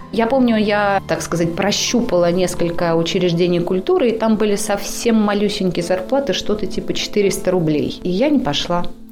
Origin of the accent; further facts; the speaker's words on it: Dmitriev, Kursk Oblast, Russia; born there; Я родилась в Курской области, маленький городок, который называется Дмитриев.